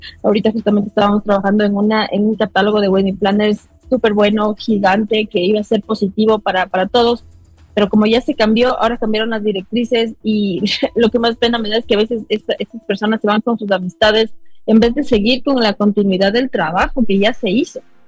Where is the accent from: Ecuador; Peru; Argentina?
Ecuador; nosotros mismos los ecuatorianos no vemos lo lindo que tenemos